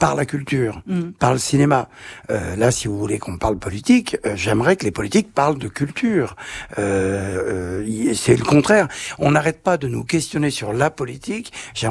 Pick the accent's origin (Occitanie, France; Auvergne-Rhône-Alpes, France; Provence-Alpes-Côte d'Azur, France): Auvergne-Rhône-Alpes, France; Lyon; Moi, je viens de Lyon, d'une région, la région Auvergne-Rhône-Alpes